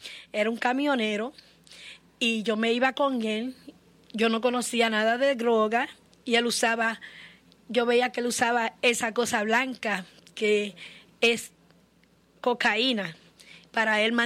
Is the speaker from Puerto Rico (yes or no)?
yes; Arroyo, Puerto Rico; moved away; yo vengo de Puerto Rico, somos una familia de 10 hermanos.